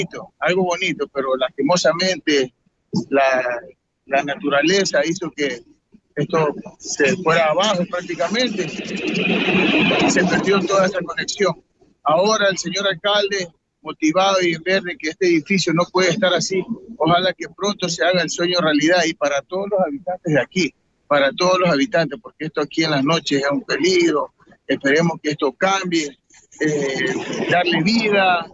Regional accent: Portoviejo, Manabí, Ecuador; born there; ya después del terremoto, me fui a vivir por otro lado, pero yo no dejo mi destino de donde yo nací. Yo vengo, yo vivo casi llegando a Picuazá, por el paso lateral

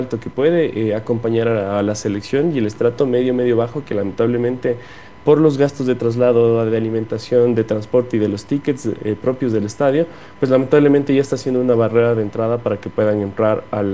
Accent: Ecuador

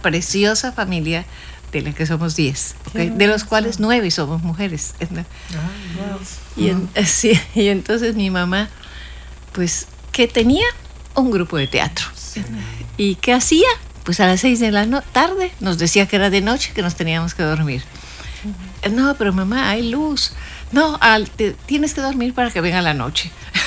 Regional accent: Mérida, Yucatán, Mexico; now in Cancún, Mexico; yo soy originaria de Mérida, solamente he vivido, hace un momento lo comentaba, soy peninsular 100% porque solo he vivido en la península, llevo en Cancún 50 años.

